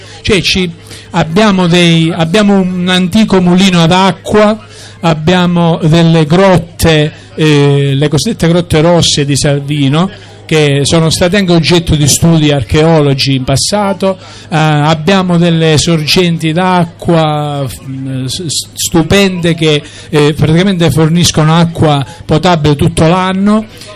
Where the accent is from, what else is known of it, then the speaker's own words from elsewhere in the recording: Pizzinni, Calabria, Italy; Sono di Pizzinno.